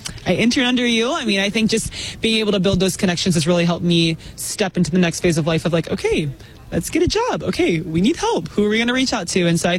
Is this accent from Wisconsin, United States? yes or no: no; Texas, United States; I'm from Texas. I know what that looks like.